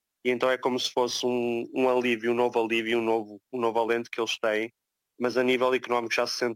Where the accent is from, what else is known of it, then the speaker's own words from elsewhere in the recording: Portugal; now in Hungary; Mas como português que sou, acho que prefiro as portuguesas.